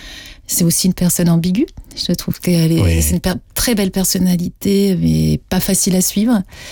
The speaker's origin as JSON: {"language": "French", "region": "Hauts-de-France", "country": "France", "said": "c'est un flamand, d'où je viens. Je suis flamande française, mais bien flamande."}